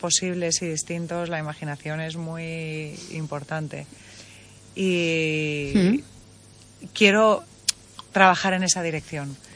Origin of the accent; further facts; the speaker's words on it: Cádiz, Andalusia, Spain; now in Vigo, Spain; yo soy de Cádiz